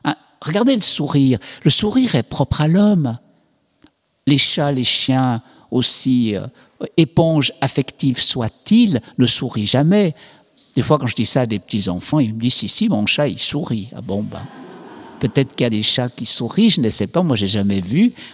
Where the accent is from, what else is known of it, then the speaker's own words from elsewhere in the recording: Switzerland; en Suisse, comme je suis suisse